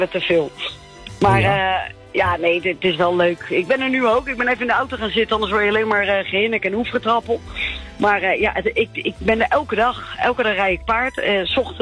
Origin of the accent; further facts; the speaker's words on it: Netherlands; Ik ben sowieso echt zo'n een hele gekke Nederlander. Ik ben gek op alles wat Nederland heeft. Ik ben een trotse Nederlander.